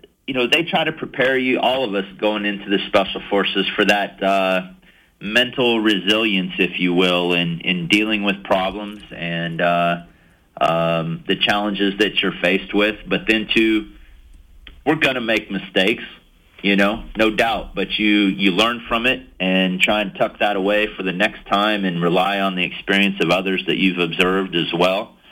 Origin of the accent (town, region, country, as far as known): Kansas, United States; born or raised there